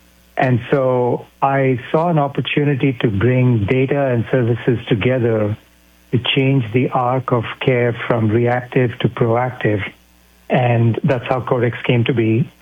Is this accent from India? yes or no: yes; India; moved away as an adult; now in United States; I grew up in India. I came to America for grad school.